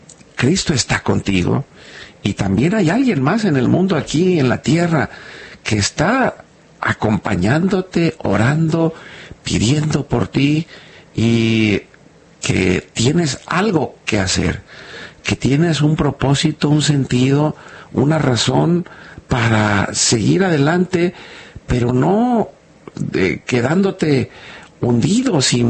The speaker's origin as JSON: {"language": "Spanish", "country": "Mexico", "said": "somos mexicanos."}